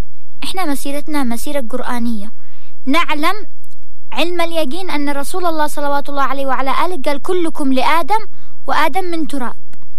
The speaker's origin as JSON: {"language": "Arabic", "town": "Sanaa", "region": "Amanat Al Asimah", "country": "Yemen", "said": "عندنا في صنعاء"}